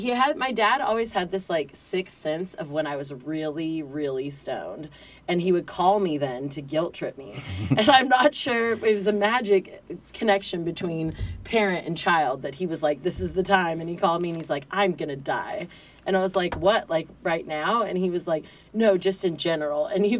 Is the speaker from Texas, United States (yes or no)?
no; Albuquerque, New Mexico, United States; And, you know, I'm from Albuquerque. I moved here kind of on accident. I lived here for almost a decade, and then now I've been gone for over a decade